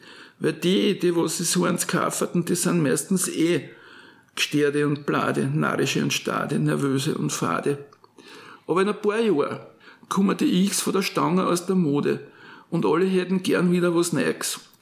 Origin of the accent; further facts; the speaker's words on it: Burgenland, Austria; moved away; ich bin im Burgenland aufgewachsen, also ich habe damals einen ganz anderen Dialekt geredet als heute